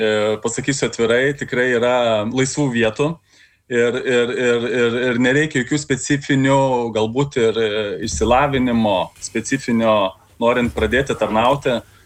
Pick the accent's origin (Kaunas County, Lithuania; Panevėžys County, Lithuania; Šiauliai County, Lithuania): Šiauliai County, Lithuania; Baisogala; moved away; aš pats esu kilęs iš mažo miestelio Baisogalos, iš tikrųjų ir tikrai nutolusios nuo jūros